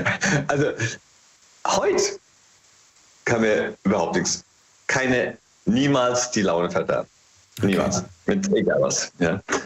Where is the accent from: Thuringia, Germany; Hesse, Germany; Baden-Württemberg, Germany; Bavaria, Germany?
Hesse, Germany; Hey, aus dem Rheingau.